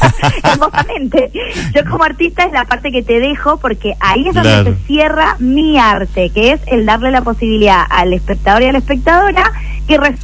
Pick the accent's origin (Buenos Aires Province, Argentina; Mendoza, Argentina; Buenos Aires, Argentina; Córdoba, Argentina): Mendoza, Argentina; Sí, yo soy de acá de Mendoza. He vivido muchos años afuera y tengo un acento medio raro.